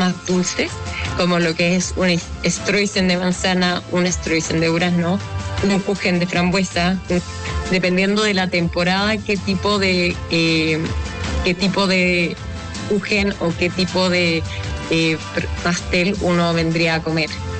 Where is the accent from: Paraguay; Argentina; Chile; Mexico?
Chile; now in United States